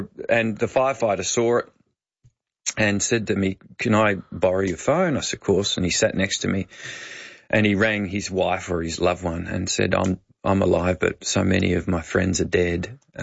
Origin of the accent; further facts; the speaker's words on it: Bendigo, Victoria, Australia; I'm a boy from Bendigo. I was pretty young still then. I hadn't been in the US that long.